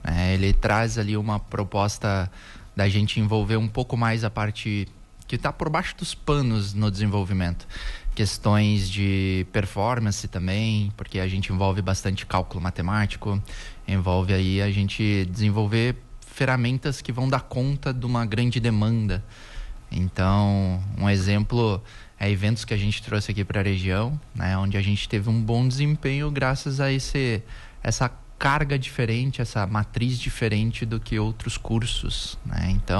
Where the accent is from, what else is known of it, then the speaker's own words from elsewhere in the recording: Saudades, Santa Catarina, Brazil; also born or lived in Modelo / Chapecó / São Miguel do Oeste; Então, eu sou aqui da região, nasci em Modelo, cresci a vida inteira em Saudades. E há alguns anos morei em Chapecó também, em São Miguel do Oeste, quando veio minha filha.